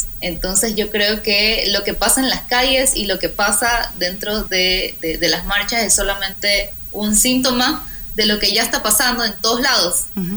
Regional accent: Ecuador; nuestra identidad como latinoamericanos, nuestra identidad como ecuatorianos

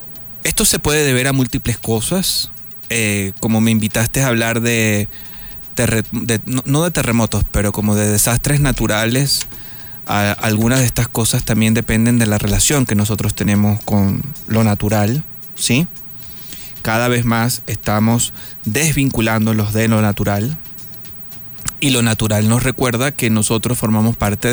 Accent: Venezuela; en mi país y en una parte de la costa de mi país, en el estado Vargas

